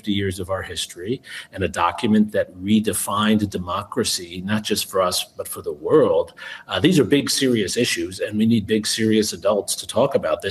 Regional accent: United States; We're all Americans

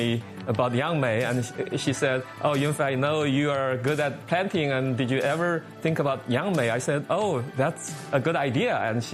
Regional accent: Zhejiang, China; English is a second language; now in Fremont, United States; I came from Zhejiang province, which is the number one yangmei producing province in China. As a child, my mom introduced me to this wonderful fruit, and I loved it. And I came here, and I forgot about it.

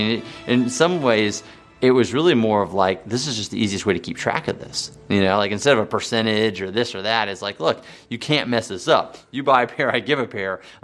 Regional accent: Texas, United States; now in Los Angeles, United States; I grew up in Texas riding horses some

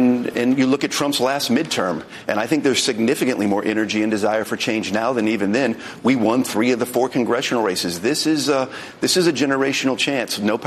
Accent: Council Bluffs, Iowa, United States; born and raised in Council Bluffs, Iowa, working class family, working class community.

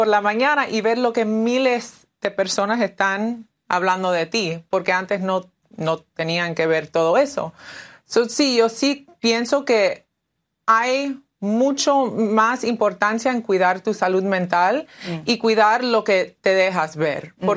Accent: Cuba; yo dije, ¿cómo que no soy cubana?

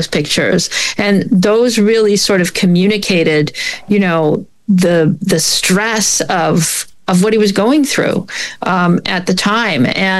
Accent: Canada; I'm from Canada. It was not something I grew up with.

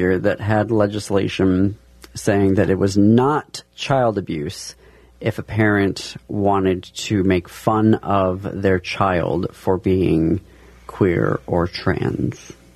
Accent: Michigan, United States; So I grew up in Northwest Lower Michigan, and for those from that area, or you may know this area specifically for the Interlochen Center for the Arts.

